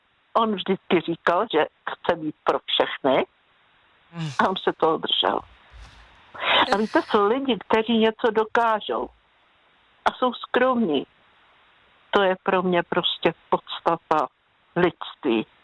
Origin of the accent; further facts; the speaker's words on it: Plzeň Region, Czechia; já jsem dokonce rodačka z Plzeňska